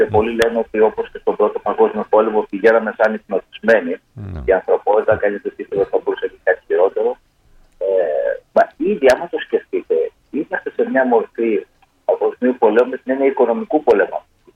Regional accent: Grevena, Western Macedonia, Greece; moved away; στην ιδιαίτερη πατρίδα μου τα Γραβενά.

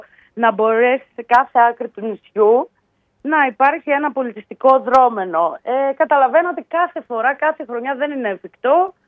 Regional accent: Samothrace, East Macedonia and Thrace, Greece; για να μην ξεχνάμε ότι είμαστε και από τη Σαμοθράκη

